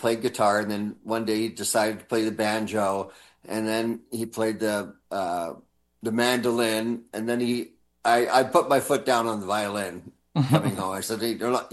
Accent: British Columbia, Canada; born there; As my mother and father moved, raised in an Irish household, but I was born here in Coast Salish territory, so I was like, okay, I was really aware of the First Nations singing since I was young.

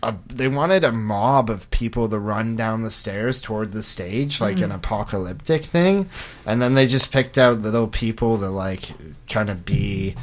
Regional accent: Ontario, Canada; We're also both from Ontario.

